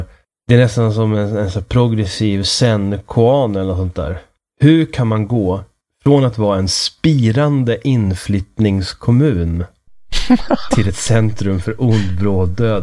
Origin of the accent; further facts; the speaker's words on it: Uppsala, Uppsala County, Sweden; Ja, det är inte alls lika illa ställt i min hemstad. Alltså i Stenhagen och Gottsunda och sånt där. Det är liksom kanske inte paradiset på jorden.